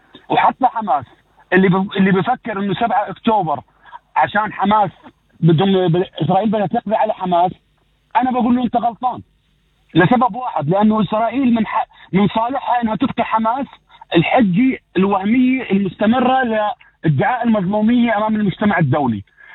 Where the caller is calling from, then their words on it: Palestine; أنا فلسطيني.